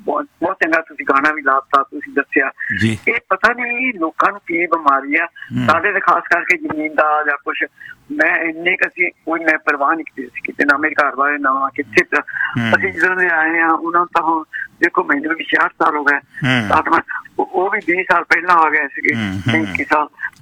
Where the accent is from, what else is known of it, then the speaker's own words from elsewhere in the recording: Pakistan; moved away; ਮੈਂ ਪਾਕਿਸਤਾਨ ਤੋਂ ਆਈ ਸੀ 8-9 ਸਾਲ ਹੋਏ